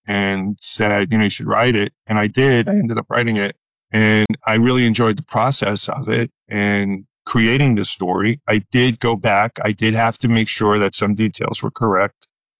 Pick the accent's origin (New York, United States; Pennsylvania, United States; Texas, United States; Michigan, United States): New York, United States; I'm from New York. I started out at a radio station in New York